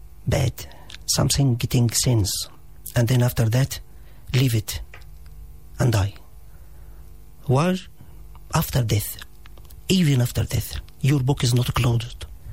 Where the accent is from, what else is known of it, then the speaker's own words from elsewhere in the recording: Egypt; English is a second language; we are brothers, I love you, I'm Muslim from Egypt, I come about maybe 8 or 7 or 8 hours or by airplane thousands of kilometers to say